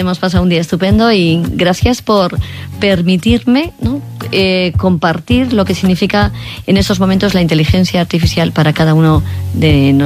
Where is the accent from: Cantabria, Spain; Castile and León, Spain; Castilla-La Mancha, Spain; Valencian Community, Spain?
Castilla-La Mancha, Spain; Cuenca; now in Madrid, Spain